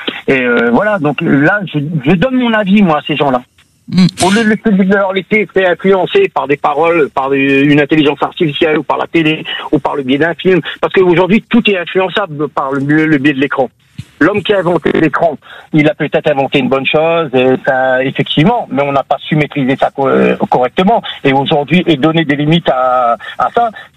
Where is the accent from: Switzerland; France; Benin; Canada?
France; Réunion; moved away as an adult; now in Canet-en-Roussillon, France; Moi, je viens de la Réunion, ça fait pas longtemps que je suis ici. Je suis sur Canet en Roussillon.